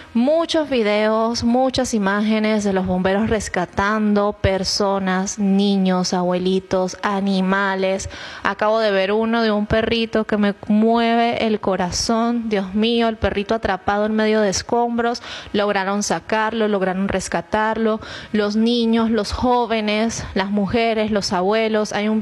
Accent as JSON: {"language": "Spanish", "country": "Venezuela", "said": "todos somos venezolanos."}